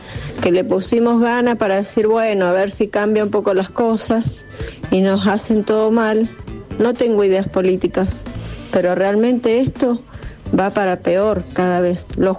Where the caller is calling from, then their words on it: Luján, Buenos Aires Province, Argentina; de Luján.